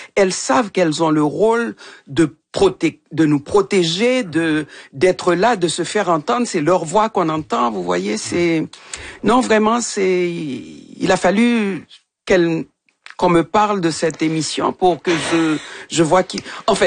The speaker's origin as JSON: {"language": "French", "country": "Haiti", "moved": "yes", "said": "Ça fait longtemps que j'ai quitté Haïti."}